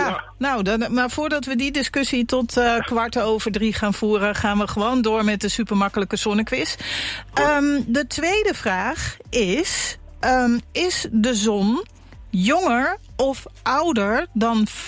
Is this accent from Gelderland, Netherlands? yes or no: no; Kampen, Overijssel, Netherlands; Ik kom ook uit Kampen.